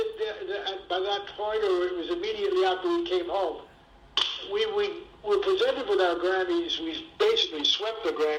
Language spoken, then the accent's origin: English; Canada; Well, I'm a Canadian citizen, and there we were with three number one records at the same time.